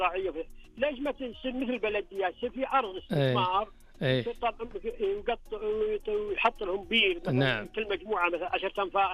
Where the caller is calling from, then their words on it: Al Zulfi, Riyadh Province, Saudi Arabia; من الزلفي.